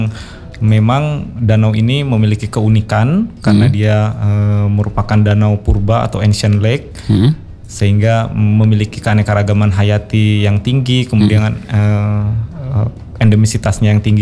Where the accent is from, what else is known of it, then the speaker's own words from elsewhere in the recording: Sigi, Central Sulawesi, Indonesia; also born or lived in Palu; mm-hmm. asalnya tinggal di Sigi, mm. lahir di Palu, tinggal di Sigi